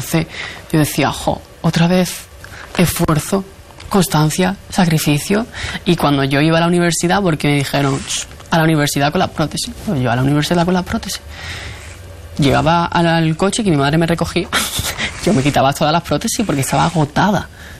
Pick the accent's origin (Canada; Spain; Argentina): Spain; Andalusia; nosotros somos de Andalucía